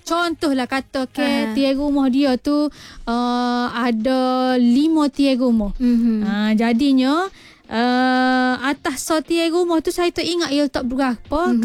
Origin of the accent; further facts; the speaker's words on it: Sabah, Malaysia; saya membesar di Sabah.